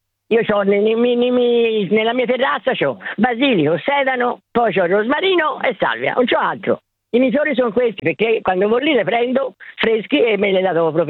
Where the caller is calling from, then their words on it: Tuscany, Italy; io sono toscana